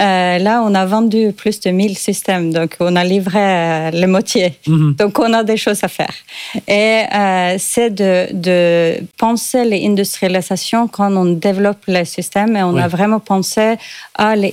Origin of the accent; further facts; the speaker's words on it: Norway; now in France; je suis norvégienne et j'ai grandi près de Hanoï